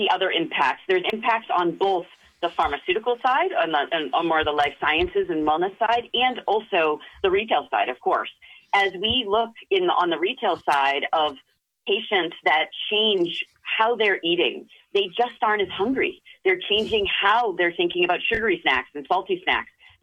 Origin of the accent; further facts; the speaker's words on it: Boston, Massachusetts, United States; I was born and brought up in Boston. I went to Smith and I went to Harvard.